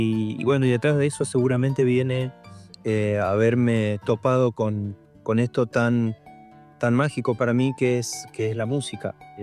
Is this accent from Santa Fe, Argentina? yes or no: no; Charata, Chaco, Argentina; soy músico oriundo de Charata, provincia del Chaco, República Argentina. Y soy músico, bueno, desde muy niño comencé a cantar en mi casa porque crecí en una casa donde había mucha música.